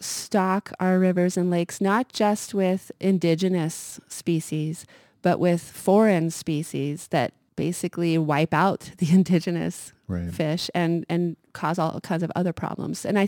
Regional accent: Missoula, Montana, United States; moved away; I grew up in Missoula and we, once in a while, you'd see a deer in town.

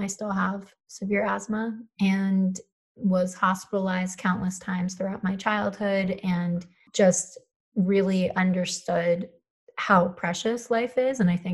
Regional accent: Philadelphia, Pennsylvania, United States; moved away as an adult; also born or lived in Colorado; I grew up in Philadelphia, and it is not the best city to grow up in terms of pollution and being able to access nature and the outdoors.

